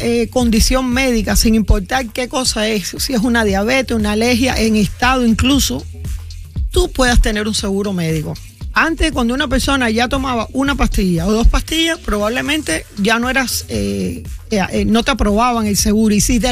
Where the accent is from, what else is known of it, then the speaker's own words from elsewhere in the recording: Cuba; accent: Cuban; now in United States; Y cuando nosotros llegamos a los Estados Unidos, porque yo también soy emigrante, como puedes oír, mi acento es cubano y hoy es regreso.